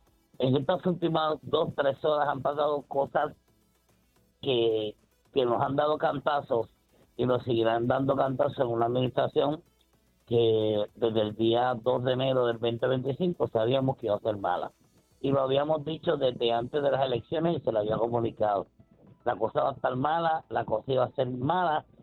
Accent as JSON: {"language": "Spanish", "town": "Bayamón", "country": "Puerto Rico", "said": "yo soy de Bayamón"}